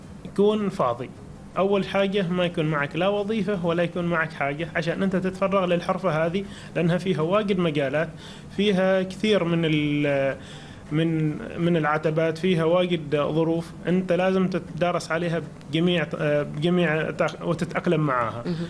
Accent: Oman; احنا كعمانيين

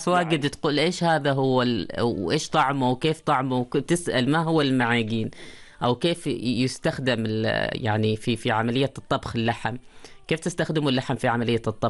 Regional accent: Muscat Governorate, Oman

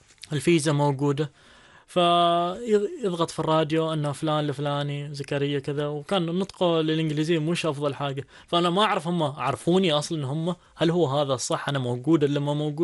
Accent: Manah, Ad Dakhiliyah, Oman; born there; انا من سلطنه عمان. وش قاعد تسوي؟ سياحه يعني. بعدين شويه من الارتباك سالني وين مولود، قلت له في نزوه منح

